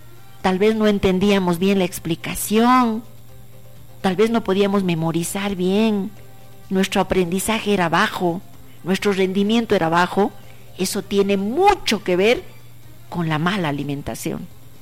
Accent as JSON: {"language": "Spanish", "country": "Bolivia"}